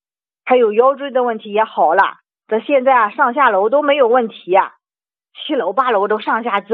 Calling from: Jinan, Shandong, China; 我是济南市啊淮阴区的。

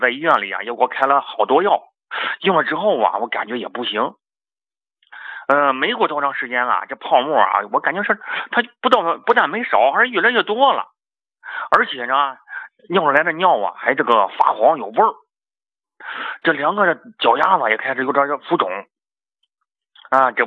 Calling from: Shijiazhuang, Hebei, China; 我是河北石家庄的啊，一个新患者，新朋友啊。

